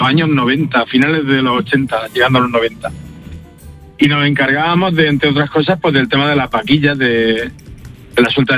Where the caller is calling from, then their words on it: Las Torres de Cotillas, Region of Murcia, Spain; Yo soy un pueblo de Murcia, se llama Las Torres de Cotillas